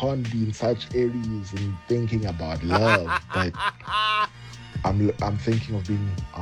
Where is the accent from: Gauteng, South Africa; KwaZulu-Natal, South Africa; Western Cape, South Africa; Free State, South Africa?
Gauteng, South Africa; Pretoria; I'm an East boy. I grew up in the East